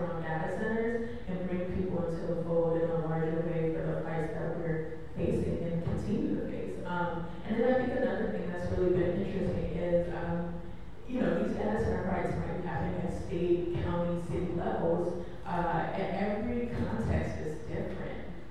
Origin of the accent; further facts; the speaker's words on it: Chicago, Illinois, United States; I'm from Chicago, that's like my personal, what I think about.